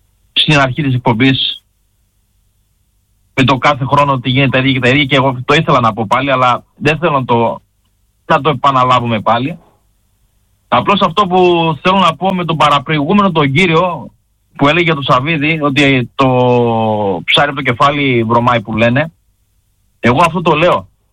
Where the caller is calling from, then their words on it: Eptalofos, Central Macedonia, Greece; είμαι από την Ασπρόμαυρη Επτάλοφο.